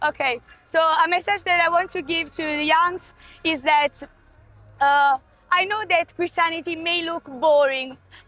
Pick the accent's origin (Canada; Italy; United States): Italy; English is a second language; I come from Italy.